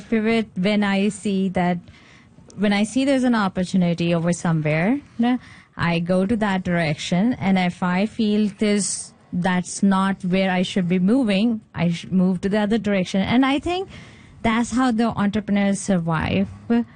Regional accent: India; now in Maritimes, Canada; So the products which I come up is actually the products I miss from India.

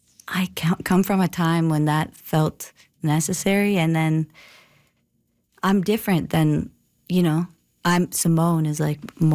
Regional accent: Toronto, Ontario, Canada; So I grew up in Toronto, and I started playing music, and one of the first places I played was Sackville, New Brunswick.

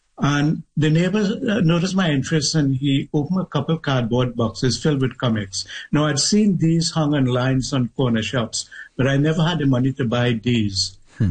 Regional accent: South Trinidad, Trinidad & Tobago; I grew up in South Trinidad in a little village called Tablad, and there was an extended, I grew up in a house with an extended family

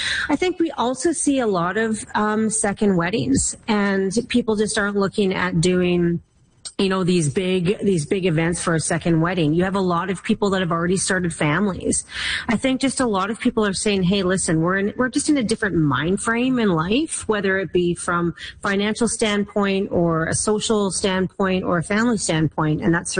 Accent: Saskatchewan, Canada; now in Alberta, Canada; I'm from Saskatchewan, so I love a good Saskatchewan girl.

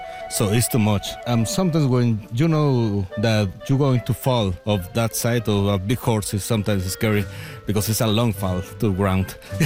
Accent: Mexico City, Mexico; We're from Mexico City

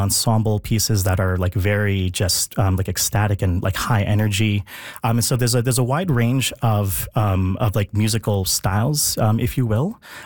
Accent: Philippines; And I think like as a Filipino myself, one of the things is that we don't tend to see a lot of ourselves represented in the arts.

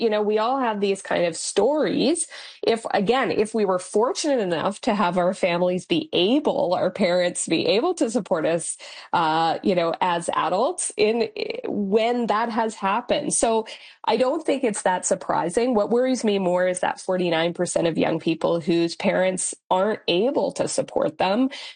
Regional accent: Saskatchewan, Canada; I grew up in Northern Saskatchewan

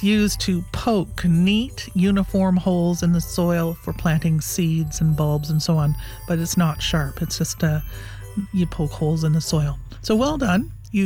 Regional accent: Halifax, Nova Scotia, Canada; I'm from Halifax, and the climate is not necessarily great for roses.

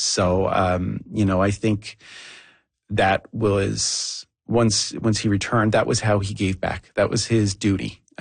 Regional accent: Fox Cove, Newfoundland and Labrador, Canada; I'm from the Buren Peninsula as well.

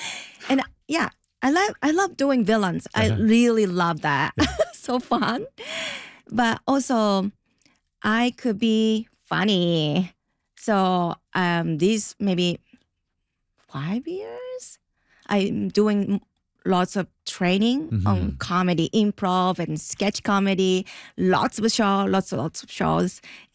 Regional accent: Japan; English is a second language

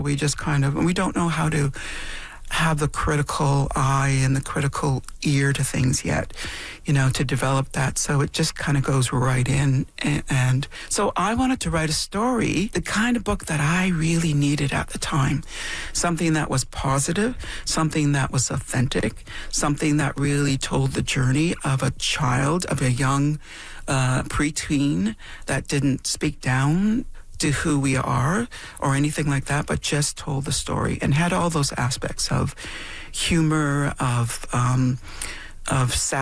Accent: Temagami, Ontario, Canada; When I grew up in Temagami, in Northern Ontario

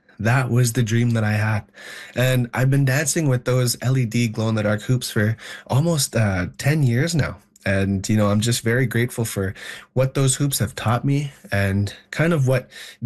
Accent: Ottawa, Ontario, Canada; we actually went back to the community where we grew up in Ottawa.

